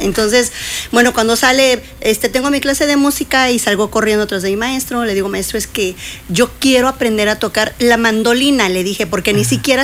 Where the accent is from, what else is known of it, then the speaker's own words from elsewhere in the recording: Oaxaca, Mexico; Yo soy originaria de Oaxaca.